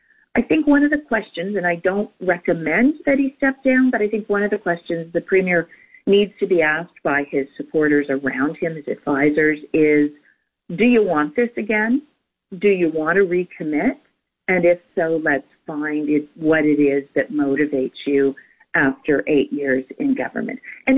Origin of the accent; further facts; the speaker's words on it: Listowel, Ontario, Canada; I grew up in Listowel, Patty, as we've discussed, you know, not far mm-hmm. from Stratford, well north of Windsor.